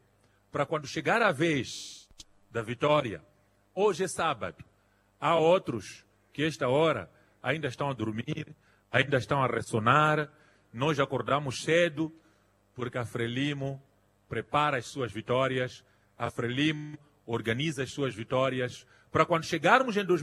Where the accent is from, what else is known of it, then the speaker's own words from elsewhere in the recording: Mozambique; continuarmos em frente como moçambicanos